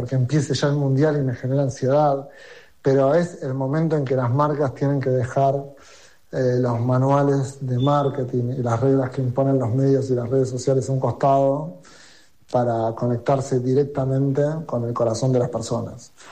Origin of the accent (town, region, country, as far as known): Argentina